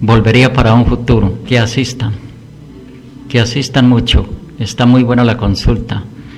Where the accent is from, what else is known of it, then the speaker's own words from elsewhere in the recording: Popayán, Cauca, Colombia; Yo vengo del departamento del Cauca, Popayán.